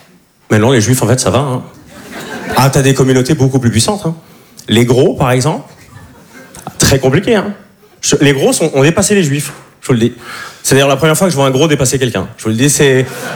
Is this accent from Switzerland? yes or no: yes; Switzerland; Enfin, vous, vous me voyez comme un provincial, parce que je suis suisse